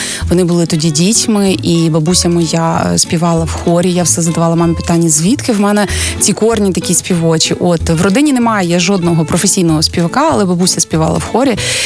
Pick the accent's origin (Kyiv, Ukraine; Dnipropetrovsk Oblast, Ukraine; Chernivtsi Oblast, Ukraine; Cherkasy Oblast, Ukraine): Cherkasy Oblast, Ukraine; Kaniv; я родом з Канєва